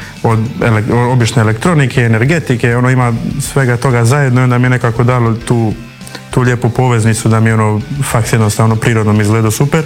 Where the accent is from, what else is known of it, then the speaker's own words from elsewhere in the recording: Dubrovnik, Dubrovnik-Neretva County, Croatia; ja sam tu iz Dubrovnika